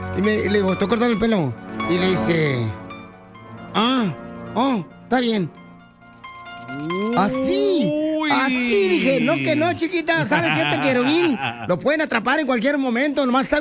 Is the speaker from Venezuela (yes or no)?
no; Jalisco, Mexico; yo soy de Jalisco, mija